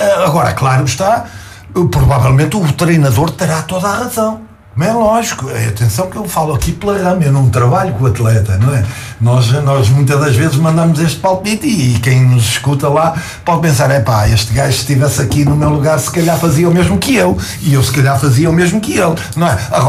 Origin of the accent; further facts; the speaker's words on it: Paços de Brandão, Norte, Portugal; born there; é o clube da terra onde eu nasci